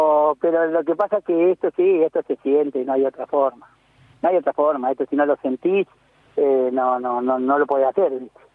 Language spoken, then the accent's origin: Spanish; La Pampa, Argentina; Nosotros que somos nacidos y criados en La Pampa, dos o tres días, Buenos Aires, todo bien. Pero ya el cuarto, se quiere volver.